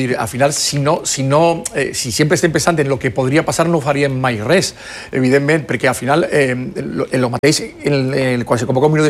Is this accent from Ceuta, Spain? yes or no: yes; Ceuta, Spain; que yo creo que necessita la gent aquest punt de trobada per a poder expressar la seva solidaritat al meu poble de Ceuta.